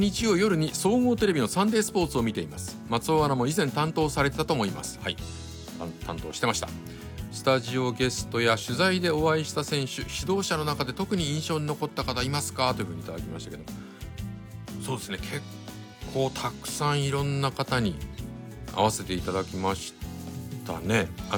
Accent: Nagasaki, Japan; moved away; 私のふるさと長崎県に行ってくれるということなんで

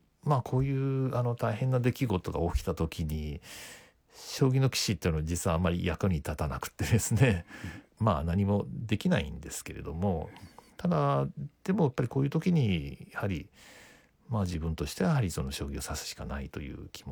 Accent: Kobe, Hyogo, Japan; 私も神戸生まれで、まあ、ずっと神戸を拠点にして、まあ、今も神戸に住んでいます

